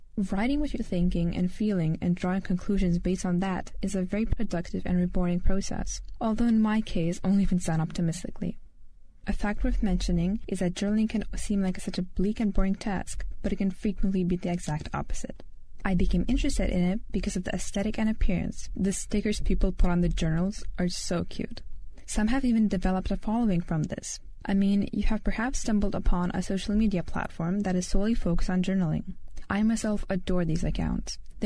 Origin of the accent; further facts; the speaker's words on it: Lithuania; English is a second language; As you might have already figured, English isn't my first language. I come from Lithuania, but take great pleasure in speaking English.